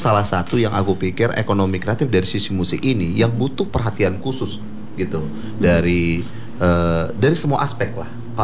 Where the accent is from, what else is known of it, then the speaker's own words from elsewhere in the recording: Sumatra, Indonesia; Karena kalau kami dari Sumatera itu